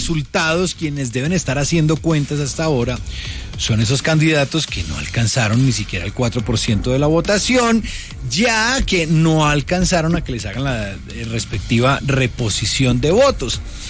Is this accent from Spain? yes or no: no; Colombia; somos los colombianos